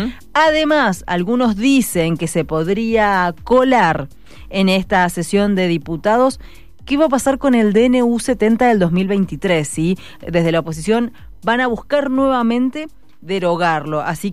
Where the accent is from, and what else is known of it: Tunuyán, Mendoza, Argentina